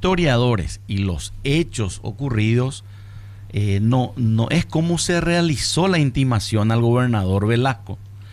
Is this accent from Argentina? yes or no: no; Paraguay